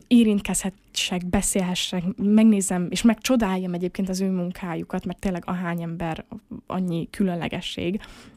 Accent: Miskolc, Borsod-Abaúj-Zemplén, Hungary; ugye én miskolci vagyok

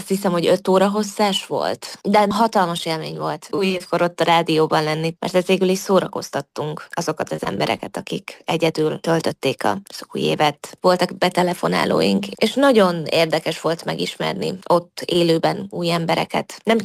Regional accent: Vojvodina, Serbia; ezen a vidéken élünk, ez nem helytelen délvidéki magyarként én így beszélek. Persze folyamatosan művelem, és művelni kell a beszédünket, de jó érzés, hogy ide születtem, így beszéltek, ahogy most.

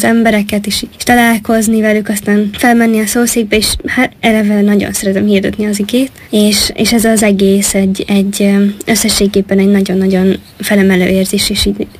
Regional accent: Oroszi, Zakarpattia Oblast, Ukraine; Orosziban születtem, és ott nőttem fel, aztán a Nagyberegi Református Liceumban tanultam

